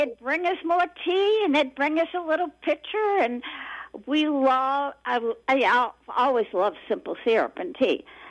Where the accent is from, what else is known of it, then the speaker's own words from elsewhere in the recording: New Orleans, Louisiana, United States; growing up in New Orleans.